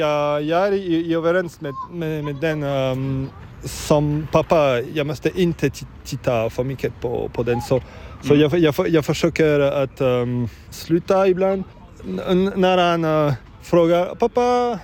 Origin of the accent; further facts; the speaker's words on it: Sweden; Jag läser nyheter om mitt hemland, om Sverige, om... Ja.